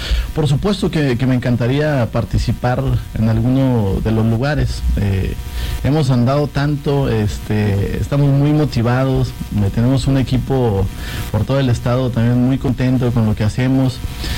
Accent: Guerrero, Mexico; Oye, no, yo soy de Guerrero, del municipio de Guerrero.

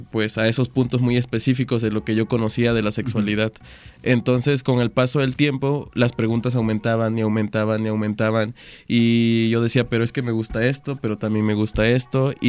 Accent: Veracruz, Mexico; Yo soy del sur de Veracruz

